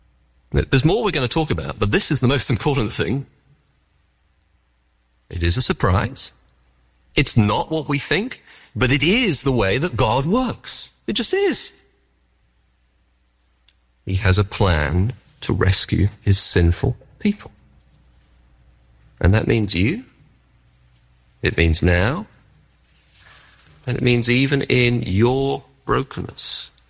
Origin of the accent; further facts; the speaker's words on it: England, United Kingdom; I grew up in the Anglican church, And people there used to say of being in the Anglican church in England